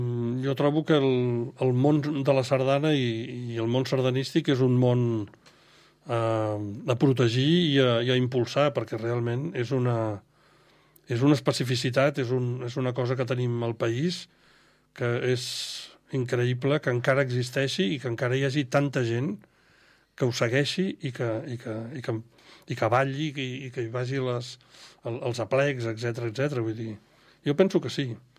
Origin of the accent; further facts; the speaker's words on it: Barcelona, Catalonia, Spain; born there; Vaig néixer a Barcelona i he viscut... Bueno, he viscut a fora per estudis i tal, però sí, soc de Barcelona i visc a Barcelona. Soc dels privilegiats que visc a Barcelona.